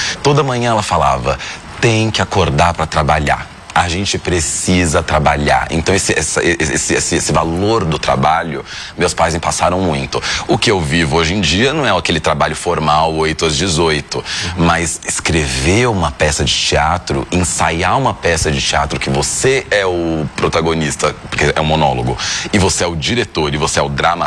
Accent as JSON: {"language": "Portuguese", "region": "São Paulo", "country": "Brazil", "tie": "born or raised there", "said": "É, então eu não tive uma infância lá, minha infância já é aqui em São Paulo, mas meu pai, ele tinha uma presença muito piauiense, muito nordestina e muito orgulho disso."}